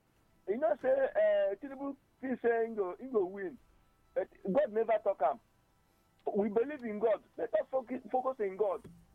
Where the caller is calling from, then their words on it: Ebonyi, Nigeria; I'm calling from Ebonyi State.